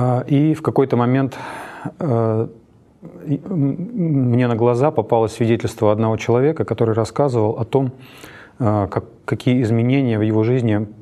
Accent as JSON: {"language": "Russian", "town": "Zavolzhye", "region": "Nizhny Novgorod Oblast", "country": "Russia", "tie": "born or raised there", "moved": "yes", "lives_now": "Nizhny Novgorod, Russia", "said": "Я родом из города Заволжья Нижегородской области"}